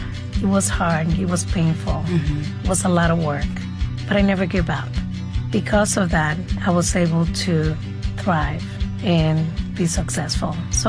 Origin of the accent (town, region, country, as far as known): Dominican Republic; English is a second language; now in Boston, United States